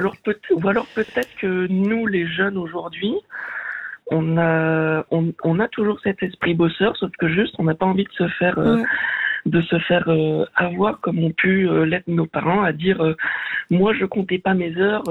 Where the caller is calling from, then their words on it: France; moi je suis en France